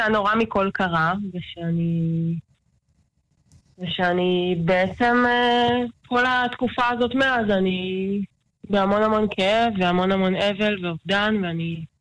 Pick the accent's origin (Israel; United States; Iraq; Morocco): Israel; Be'eri, Southern District; אז אני בעצם כל החיים שלי גדלתי בקיבוץ. אני נולדתי בבירי.